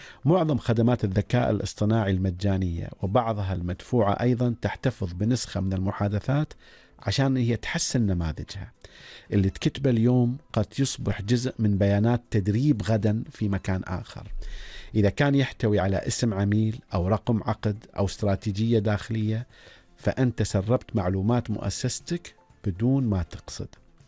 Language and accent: Arabic; Oman; والله يعود الأيام الجميلة هذه على بلدنا عمان بالخير،